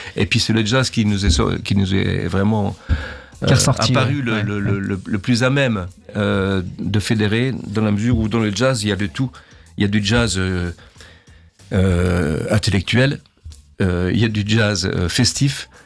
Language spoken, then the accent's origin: French; Hermonville, Grand Est, France; chez nous, à Hermonville.